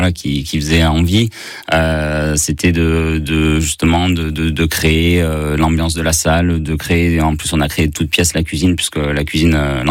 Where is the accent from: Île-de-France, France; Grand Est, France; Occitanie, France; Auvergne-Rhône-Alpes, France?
Occitanie, France; Toulouse; moved away as an adult; Je viens de Toulouse à la base et j'ai fait le lycée hôtelier à Toulouse.